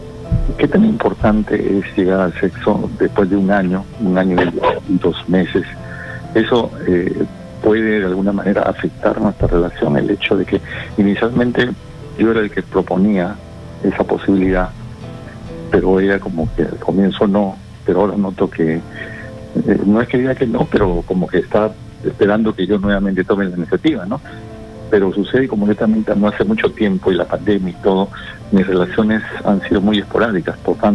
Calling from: Lima, Peru

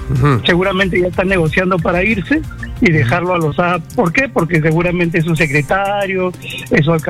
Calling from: San Miguel, Lima, Peru; De San Miguel.

